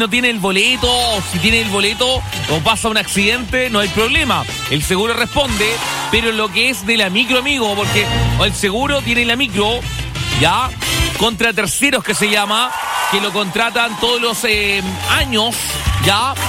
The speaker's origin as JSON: {"language": "Spanish", "town": "Valdivia", "region": "Los Ríos", "country": "Chile", "said": "porque en Valdivia, supongamos, yo soy de Valdivia y de repente estoy trabajando en locomoción colectiva los fines de semana, cuando me vengo a Valdivia"}